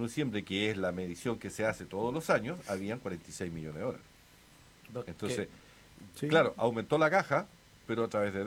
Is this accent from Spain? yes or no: no; Chile; importante saberlo como buen chileno